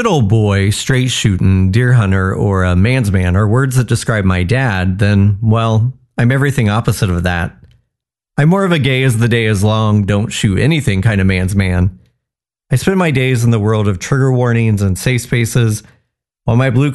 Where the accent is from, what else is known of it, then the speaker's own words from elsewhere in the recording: Cowan, Indiana, United States; my hometown of Cowan, Indiana.